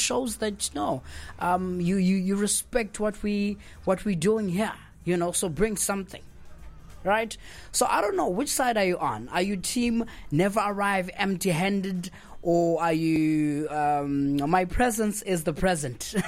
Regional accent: South Africa; We're South African.

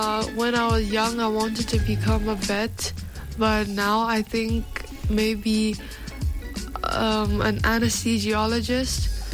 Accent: Botswana; born there; I'm Chinese, but I was born in Botswana.

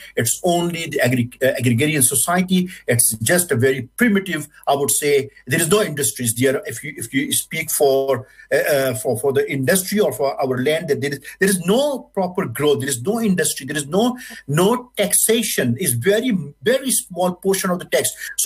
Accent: Rawalpindi, Punjab, Pakistan; English is a second language; I'm from the Rawalpindi, I travel and live there for many years.

